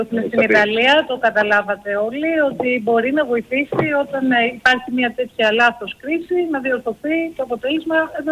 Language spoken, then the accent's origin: Greek; Greece